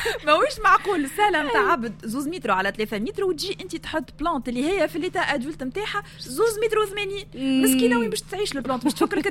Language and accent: Arabic; Tunisia; عندنا في تونس